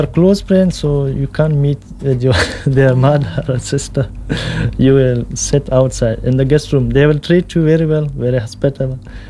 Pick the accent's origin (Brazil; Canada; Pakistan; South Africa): Pakistan; Pashtun areas; English is a second language; moved away as an adult; now in Indonesia; So we are from Pashtun tribe.